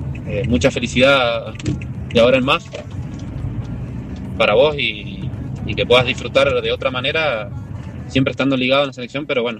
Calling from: Mendoza, Argentina; de Mendoza.

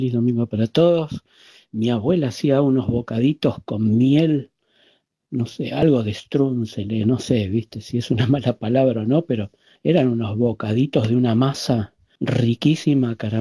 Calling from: Virrey del Pino, Buenos Aires Province, Argentina; soy de Virrey del Pino.

